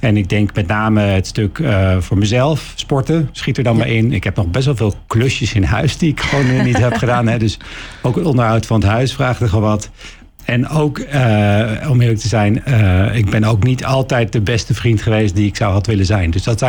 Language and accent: Dutch; Haarlem, North Holland, Netherlands; Nou, ik ben geboren Haarlemmer. Ik ben super trots op deze stad.